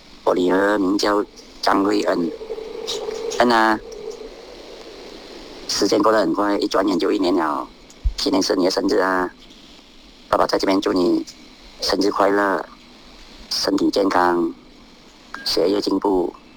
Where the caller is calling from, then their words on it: Kuala Krai, Kelantan, Malaysia; 我是来自吉兰丹州国拉基来的